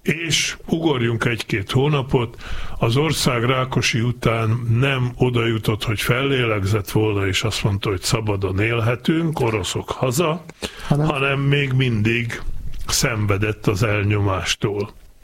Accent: Ipolybalog, Banská Bystrica Region, Slovakia; az én szülőfalumtól, Ipolybaloktól 7 kilométer, tehát nyugodtan mondhatom, hogy földim.

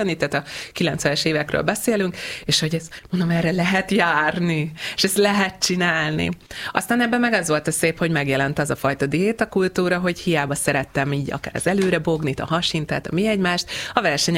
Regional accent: Hungary; oké, hogy gánai magyar vagyok, de azért tudok mást is csinálni

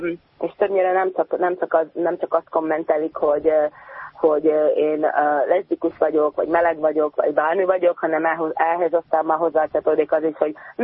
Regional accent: Slovakia; akinek az identitása csak szlovákiai magyar

